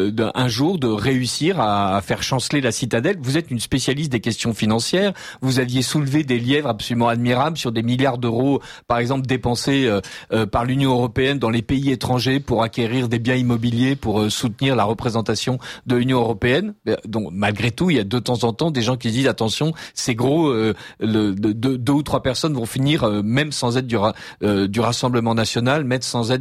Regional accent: France; nous, on est français

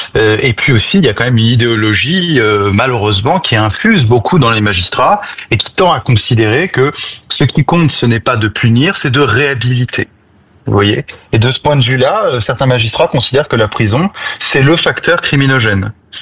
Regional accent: France; déjà en tant qu'ancien municipal et aussi en tant que Français.

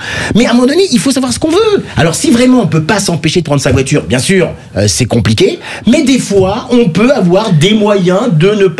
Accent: Paris, Île-de-France, France; Moi, je vais vous dire, malheureusement, je suis un pur parisien.

